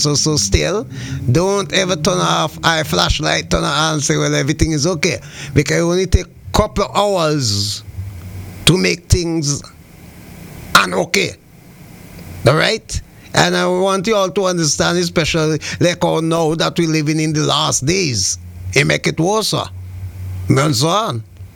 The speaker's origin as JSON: {"language": "English", "country": "St. Vincent & Grenadines", "tie": "born or raised there", "moved": "yes", "said": "in St. Vincent, in my hometown"}